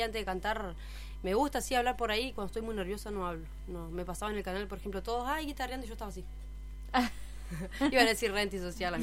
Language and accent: Spanish; Hernandarias, Entre Ríos, Argentina; Festival del Yeso allá de mi pueblo, del Minero, perdón, de mi pueblo. Bueno, el festival del Yeso de allá de Hernandarias